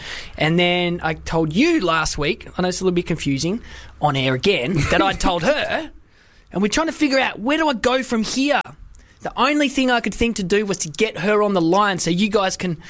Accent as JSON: {"language": "English", "region": "England", "country": "United Kingdom", "accent": "Australian", "said": "I know I got the accent of an Aussie, but I am English."}